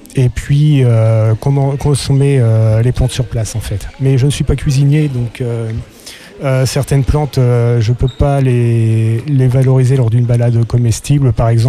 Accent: Pays de la Loire, France; also born or lived in Marseille; J'ai passé donc mon enfance à Sellery-Boul

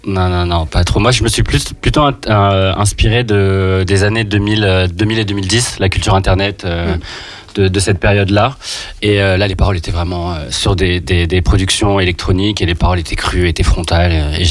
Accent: Paris, Île-de-France, France; J'ai peut-être parce que je suis de Paris, j'ai dû dire un peu PSG instinctivement

